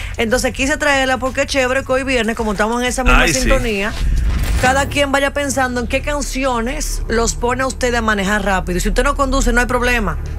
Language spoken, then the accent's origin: Spanish; Cibao, Dominican Republic; A mí me encanta un típico, porque soy cibaeña, amo la bachata también.